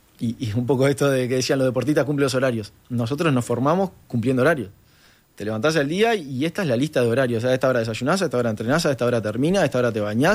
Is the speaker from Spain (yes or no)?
no; Uruguay; como uruguayos no podemos perder eso